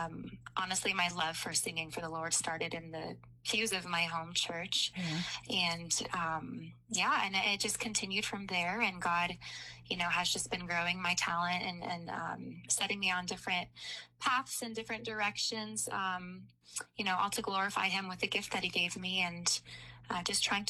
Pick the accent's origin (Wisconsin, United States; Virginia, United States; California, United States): California, United States; Santa Clarita; now in Phoenix area, United States; So, I grew up in Santa Clarita Valley. It's about 30 miles northwest of L.A., raised in a Christian home.